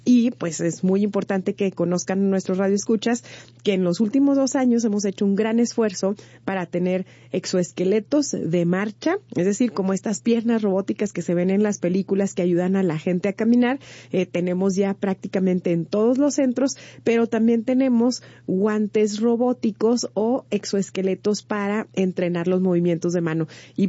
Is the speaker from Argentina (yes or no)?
no; Mexico; debe de llenarnos de orgullo que como mexicanas y mexicanos hemos construido juntos